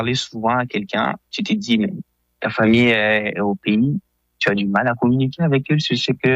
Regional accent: Mali; moved away as an adult; now in Brussels, Belgium; Je viens du Mali. Je suis arrivé en Europe depuis octobre 2025. Et je suis actuellement en première année licence.

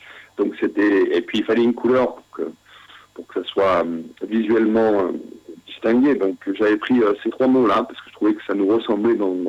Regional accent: Scotland, United Kingdom; accent: Scottish; French is a second language; Et en plus, mon accent écossais qui varie sort de temps en temps dans les paroles, ça aide pas aussi.

